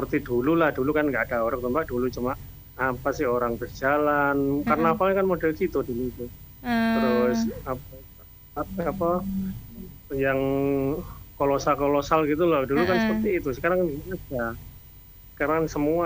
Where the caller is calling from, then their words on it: Mojokerto, East Java, Indonesia